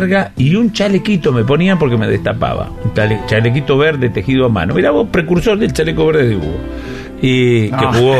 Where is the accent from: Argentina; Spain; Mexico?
Argentina; Los que nos acordamos de Codesal somos los argentinos.